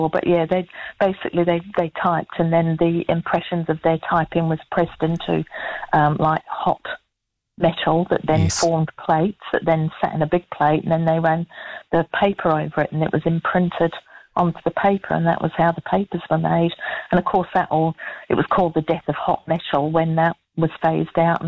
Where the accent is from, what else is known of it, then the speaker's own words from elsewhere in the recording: England, United Kingdom; now in New Zealand; We emigrated from England to New Zealand because of newspapers.